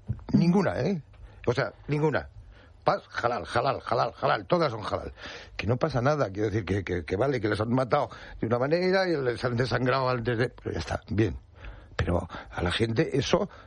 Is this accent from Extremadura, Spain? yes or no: no; Madrid, Community of Madrid, Spain; yo soy de esa radio, yo soy de Usera, o sea, me lo conozco.